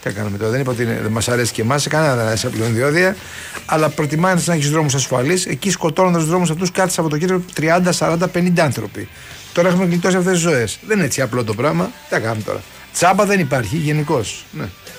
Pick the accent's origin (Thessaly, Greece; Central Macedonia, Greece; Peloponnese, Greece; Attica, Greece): Peloponnese, Greece; Kalamata; απαράδεκτα είναι τα 20 ευρώ διόδια πληρώνω για να πάω στο χωριό μου στην Καλαμάτα